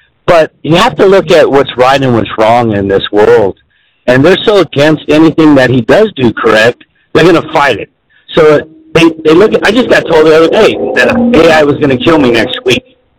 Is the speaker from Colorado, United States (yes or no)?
yes; Commerce City, Colorado, United States; I was born and raised in Commerce City.